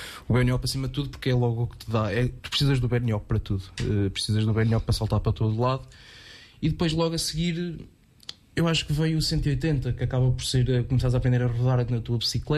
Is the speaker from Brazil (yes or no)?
no; Aveiro, Centro, Portugal; tenho 27 anos, sou daqui de Aveiro, nascido e criado.